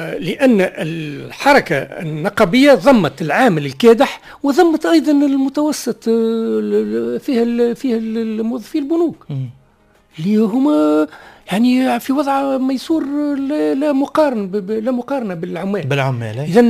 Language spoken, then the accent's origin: Arabic; Tunisia; عندنا في تونس